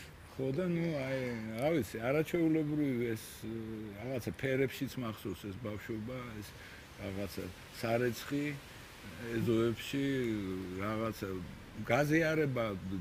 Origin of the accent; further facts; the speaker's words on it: Tbilisi, Georgia; ამ მაზუტნას შესახვევში იყო ჩვენი სახლი. აბუეჩემიც მეცნიერი კაცი იყო, იქ ცხოვრობდნენ, ძალიან კარგი თბილისური ეზო იყო. ნაწილ ამ ეზოში ცხოვრობდნენ სომხები, იყვნენ ქურთები, ქართველები.